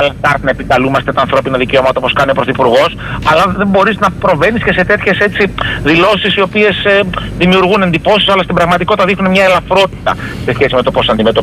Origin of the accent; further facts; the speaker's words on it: Thessaloniki, Central Macedonia, Greece; Εγώ μεγάλωσα στη Δυτική Θεσσαλονίκη